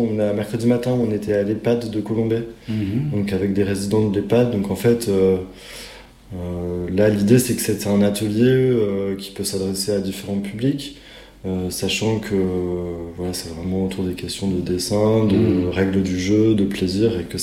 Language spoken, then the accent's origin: French; Grenoble, Auvergne-Rhône-Alpes, France; now in Strasbourg, France; Alors j'habite à Strasbourg, mais je suis originaire de Grenoble.